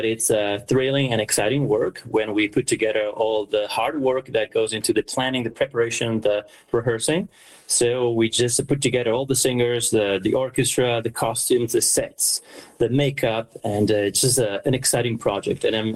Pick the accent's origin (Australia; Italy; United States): Italy; Lucca, Tuscany; Puccini was born in my hometown, or actually, I was born in his city.